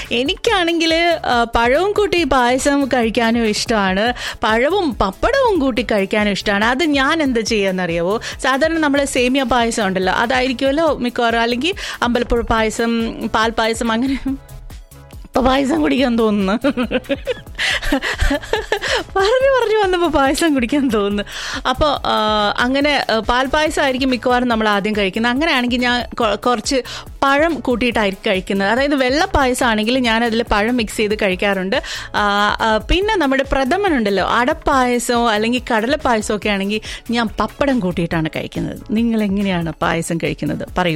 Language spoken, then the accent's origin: Malayalam; Thiruvananthapuram, Kerala, India; ഞങ്ങൾ തിരുവനന്തപുരത്തുകാരെന്തെന്ന് പറയും